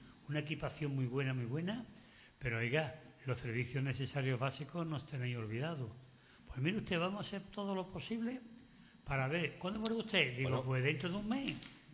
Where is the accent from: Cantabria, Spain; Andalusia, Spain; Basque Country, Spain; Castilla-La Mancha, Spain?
Andalusia, Spain; Seville; now in Sanlúcar de Barrameda, Spain; Yo soy sevillano, trianero, pero a mí me une, como dice, el cordón umbilical, ¿no? El agua de Sevilla con la desembocadura del Guadalquivir en San Lucas de Barrameda. Y llevo yo ya aquí pues más de 45 años en San Lucas